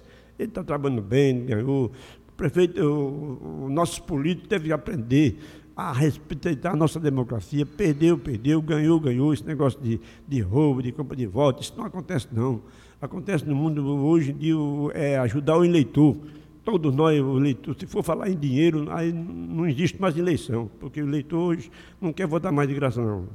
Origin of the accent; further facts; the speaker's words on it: Itaíba, Pernambuco, Brazil; moved away; Um abraço para vocês aí de Negros, em Itaíba, esse povo da minha terra, povo que nós vivemos junto muito